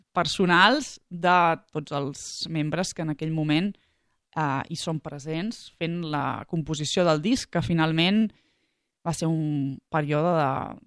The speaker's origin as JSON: {"language": "Catalan", "town": "Figueres", "region": "Catalonia", "country": "Spain", "tie": "born there", "said": "I jo mateixa … que vaig néixer a Figueres."}